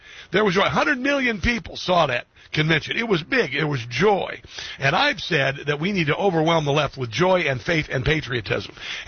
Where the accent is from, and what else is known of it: United States